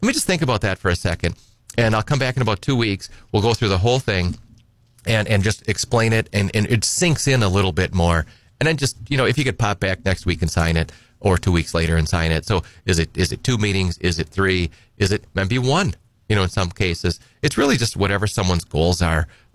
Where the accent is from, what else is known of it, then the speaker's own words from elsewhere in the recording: Edgar, United States; I'm from Edgar